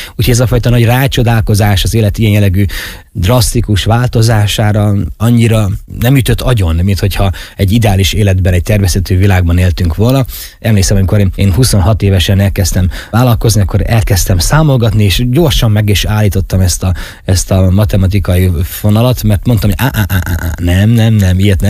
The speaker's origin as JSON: {"language": "Hungarian", "region": "Zakarpattia Oblast", "country": "Ukraine", "tie": "born or raised there", "said": "nem ott szívtam magamba az élethez szükséges dolgokat, hanem itt Kárpátalján."}